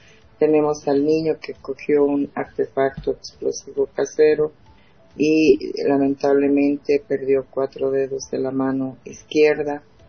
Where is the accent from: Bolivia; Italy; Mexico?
Bolivia; somos todos bolivianos